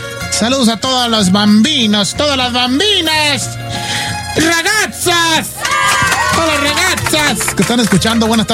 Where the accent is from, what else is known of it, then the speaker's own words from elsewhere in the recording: Guasave, Sinaloa, Mexico; now in United States; El primer pollo loco en el mundo es ahí de mi tierra, ahí en Guasave, Sinaloa.